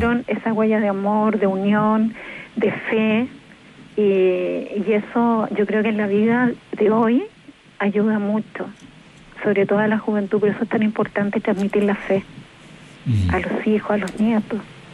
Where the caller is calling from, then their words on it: Santiago, Santiago Metropolitan Region, Chile; De Peñalolén.